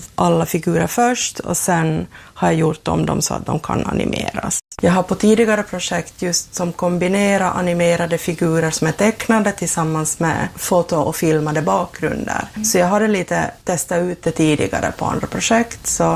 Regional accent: Kaskö, Ostrobothnia, Finland; Jag är från Kaskö och här är ju en sån här perfekt setting för en mystisk värld.

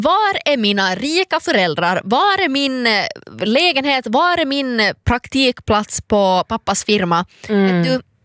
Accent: Finland; moved away as an adult; now in Sweden; som finlandssvensk i Sverige så får man ju nog dras med en del så här förstås, oj vad du pratar bra svenska. Och för att, och att, oj nej men du pratar på svenska, men jag hör ju nog att du bryter på finska.

